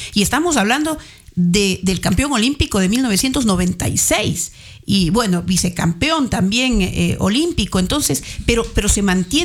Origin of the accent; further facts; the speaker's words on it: Coast, Ecuador; nosotros también acá, los costeños, hablamos mucho. Yo soy costeña.